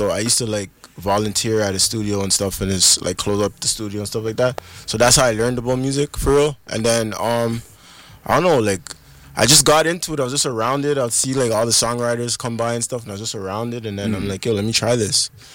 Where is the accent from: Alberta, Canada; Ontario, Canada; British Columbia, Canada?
Ontario, Canada; Toronto; I'm from Toronto.